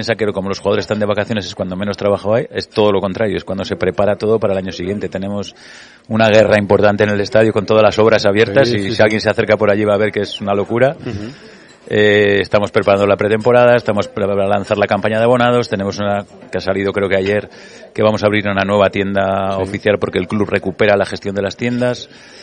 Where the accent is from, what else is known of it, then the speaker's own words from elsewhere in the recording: Valladolid, Castile and León, Spain; yo soy vallisoletano, el Valladolid es el equipo desde que soy niño.